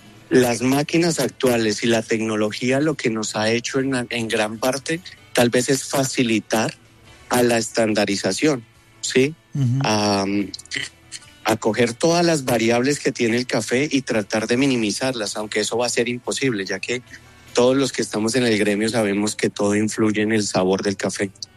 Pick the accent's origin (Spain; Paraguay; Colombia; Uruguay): Colombia